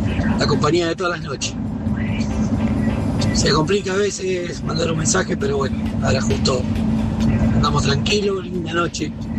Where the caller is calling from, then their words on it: San Lorenzo, Santa Fe, Argentina; soy de San Lorenzo, Santa Fe. … Camionero.